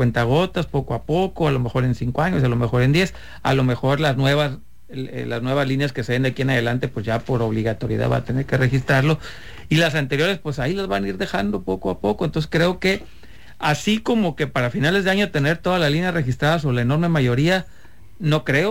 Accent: Mexico; porque como buenos mexicanos lo vamos a dejar todo para el último momento

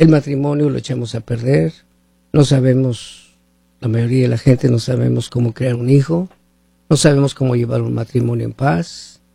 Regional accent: Hermosillo, Sonora, Mexico; moved away; Vamos a ver mi ciudad allá y Mexicali, las dos ciudades más calientes de Hermosillo, México.

